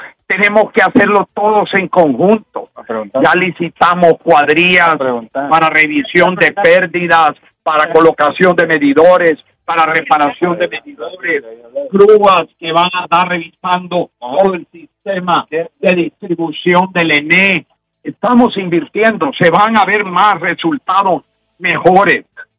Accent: Honduras; Si nosotros no entendemos eso, estamos faltándole como buenos hondureños a Honduras.

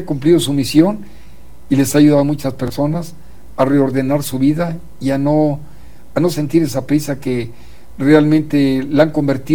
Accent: Guanajuato, Mexico; now in Querétaro, Mexico; Sí, pues ya más queretano, adoptado. Soy guanajuato, pero ya realmente Querétaro nos abrió las puertas, su corazón, nos dio trabajo y soy queretano, realmente. Tengo dos ciudadanías, como dicen.

